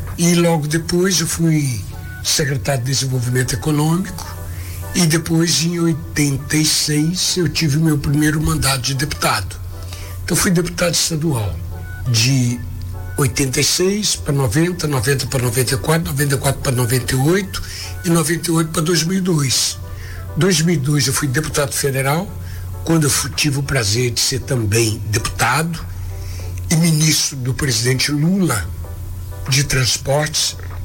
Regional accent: Sacramento, Minas Gerais, Brazil; born there; also born or lived in Uberaba; Eu nasci em Sacramento, eu nasci, a mamãe me deu à luz lá no Hotel Oliveira. A gente morou aqui com um ano de vida, mais ou menos. Eu fui para Uberaba e a família da mamãe e do papai é lá do Bananal, Quentassol.

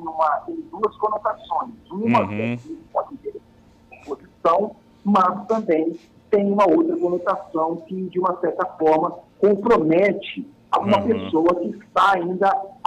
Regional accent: Minas Gerais, Brazil; born there; moved away as an adult; also born or lived in São Paulo / Rio de Janeiro; now in Brasília, Brazil; Eu sou de São Paulo, me criei, porém me criei no Rio, né? Toda a minha criação foi em Minas Gerais, no sul de Minas, e depois eu vim para Brasília em busca de novos ares, né?

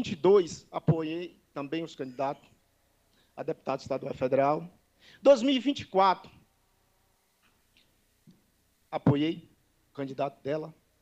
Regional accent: Bahia, Brazil; especialmente ao picado, lugar onde fui criado

